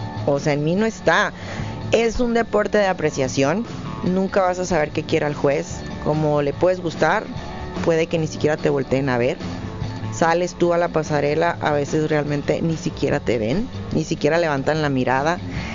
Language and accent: Spanish; Caborca, Sonora, Mexico; moved away; Nosotros somos de Caborca